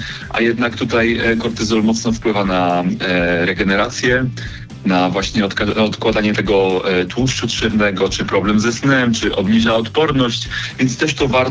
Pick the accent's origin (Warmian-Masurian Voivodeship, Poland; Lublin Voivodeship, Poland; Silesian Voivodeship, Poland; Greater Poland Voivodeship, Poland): Warmian-Masurian Voivodeship, Poland; ja pochodzę z Mazur, więc wybrałem się na majówkę celowo na Mazury